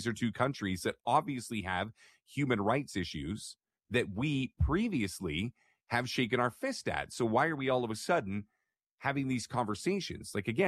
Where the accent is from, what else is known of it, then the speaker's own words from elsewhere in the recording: Canada; And it hurts me as a Canadian to say that because I grew up on nothing but Canadian values.